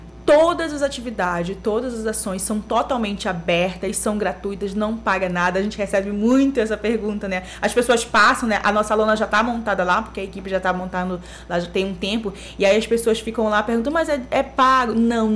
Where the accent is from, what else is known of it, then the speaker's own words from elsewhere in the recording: Macapá, Amapá, Brazil; Nós somos da periferia de Macapá, a gente é ali do bairro do Araxá, e a gente tem muito orgulho de dizer que a gente é do bairro do Araxá e que a gente é da periferia.